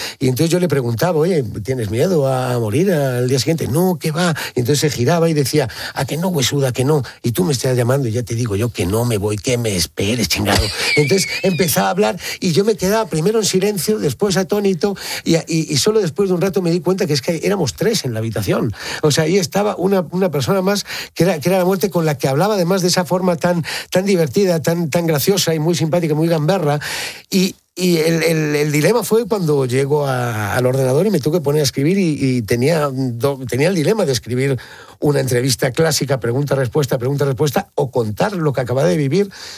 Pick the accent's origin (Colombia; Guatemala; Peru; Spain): Spain; moved away as an adult; also born or lived in Mexico / Latin America; Yo me consideraba y soy español 100%, por supuesto, y creía estar muy conectado a mi país.